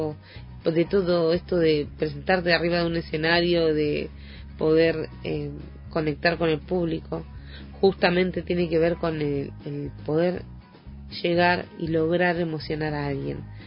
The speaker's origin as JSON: {"language": "Spanish", "town": "La Plata", "region": "Buenos Aires Province", "country": "Argentina", "tie": "born there", "also_born_or_lived": "Neuquén", "moved": "yes", "lives_now": "Centenario, Argentina", "said": "Nací en la ciudad de La Plata, provincia de Buenos Aires, pero hace muchos años elegí Neuquén como mi lugar en el mundo. Hoy vivo en Centenario, donde formé mi familia"}